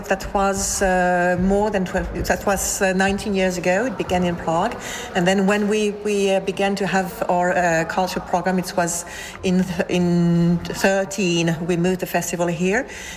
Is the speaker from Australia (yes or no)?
no; France; English is a second language; moved away as an adult; now in Czech Republic; I'm a former dancer and choreographer, and I'm from France, and I arrived in Czech Republic, it's something like 25 years ago